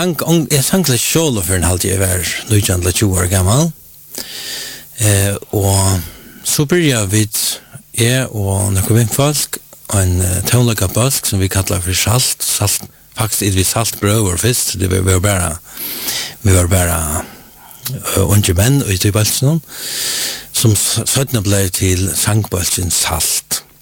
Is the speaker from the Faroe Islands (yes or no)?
yes; Faroe Islands; jeg er 24 år, 24 år gammel, og jeg er fødder av landsjukhus nå, men jeg er oppvaksen og i Fuklafire.